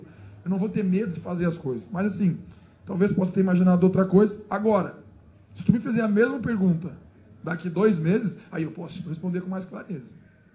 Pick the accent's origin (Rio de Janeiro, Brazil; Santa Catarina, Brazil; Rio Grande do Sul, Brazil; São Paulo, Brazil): Rio Grande do Sul, Brazil; now in Goiânia, Brazil; Eu fico em Chapecó. Eu não vou para Goiânia, eu não vou para o Rio Grande do Sul, de onde eu sou.